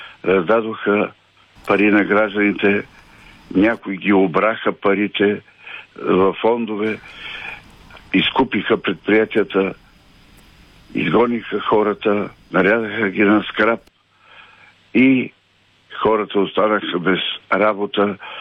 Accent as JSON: {"language": "Bulgarian", "town": "Teteven", "region": "Lovech Province", "country": "Bulgaria", "said": "от Тетевен."}